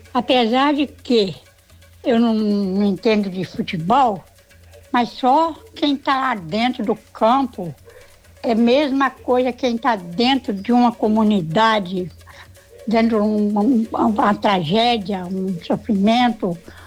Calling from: Cachoeira Alegre, Minas Gerais, Brazil; de Cachoeira Alegre.

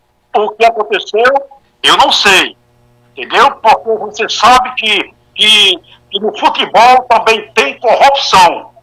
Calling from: Brazil; Eu sou brasileiro

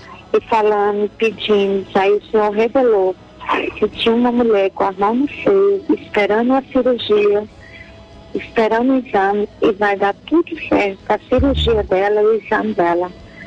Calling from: Brasília, Federal District, Brazil; Eu falo de Brasília, sabe?

